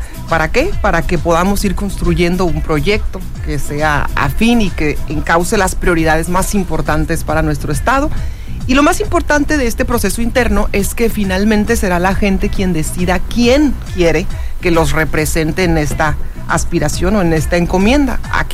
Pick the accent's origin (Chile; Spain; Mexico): Mexico; Mexicali, Baja California; soy cachanilla 100%, nacida en Mexicali, Baja California. Eso. Aquí crecí, aquí estudié Derecho en la UABC.